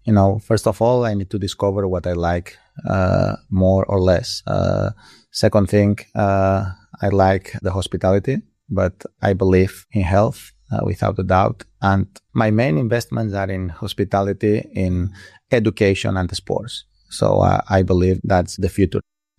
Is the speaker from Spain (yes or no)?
yes; Balearic Islands, Spain; No, I mean, we are from Mallorca. We are a small island. Well, not that small, but and we are from a village now.